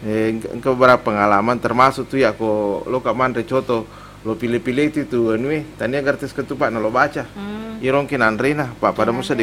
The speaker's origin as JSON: {"language": "Indonesian", "region": "Sulawesi", "country": "Indonesia", "said": "kita ini orang Sulawesi tidak makan kalau bukan nasi"}